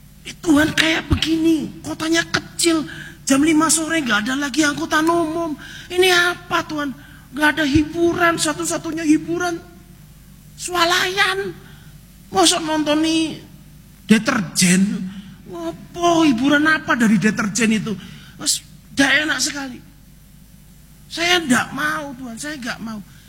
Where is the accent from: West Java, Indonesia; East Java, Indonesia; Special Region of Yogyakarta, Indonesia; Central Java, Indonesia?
Central Java, Indonesia; also born or lived in Jakarta; Lah saya ini orang Jawa Tengah